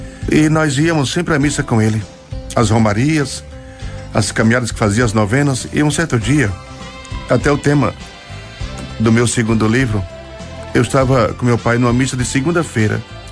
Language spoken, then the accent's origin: Portuguese; Sergipe, Brazil; eu sou natural do estado de Sergipe, de um povoado hoje extinto, só tem mesmo a terra. Nasci e me criei numa casinha de taipa, o povo chama de casa de pau-a-pique, né?